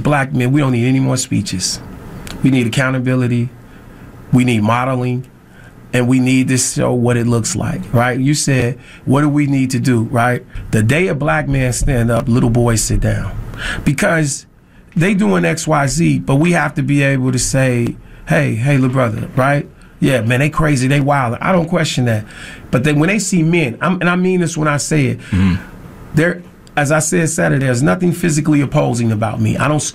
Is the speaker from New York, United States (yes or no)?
no; Chicago, Illinois, United States; I come from the Garfield Park area of Chicago, the drug capital, the heroin capital of the world at the time I was growing up.